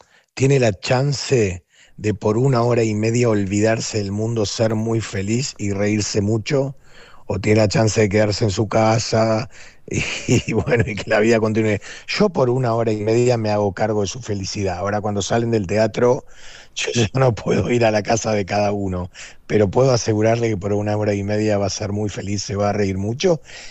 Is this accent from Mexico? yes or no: no; Argentina; A mí lo que más me preocupa como argentino es el tema de que la gente pueda tener trabajo